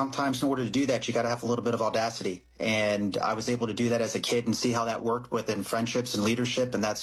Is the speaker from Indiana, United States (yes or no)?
no; Baltimore, Maryland, United States; So from Baltimore, middle of three.